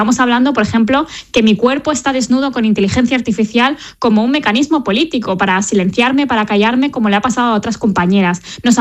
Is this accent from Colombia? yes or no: no; Lleida, Catalonia, Spain; con la Asociación Feminista de Lleida, que es de donde soy